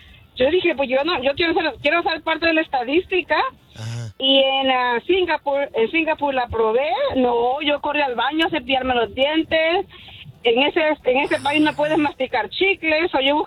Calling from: Guatemala; Yo soy de Guatemala

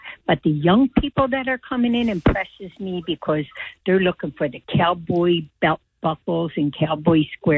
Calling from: Lahaska, Pennsylvania, United States; I'm from Dina's Dynasty in the Village People Antiques. And we're up in Lahaska near Doylestown, PA and Peddler's Village.

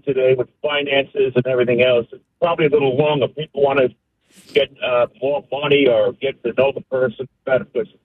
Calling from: Old Bridge, New Jersey, United States; from Old Bridge.

